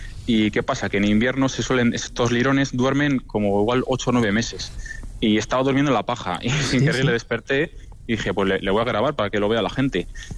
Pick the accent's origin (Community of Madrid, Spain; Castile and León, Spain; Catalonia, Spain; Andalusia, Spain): Castile and León, Spain; Villalcázar de Sirga; tengo 27 años y vengo de un pueblo muy pequeñito de Tierra de Campos, de Palencia. Uh-huh. Se llama Villalcázar de Sirga.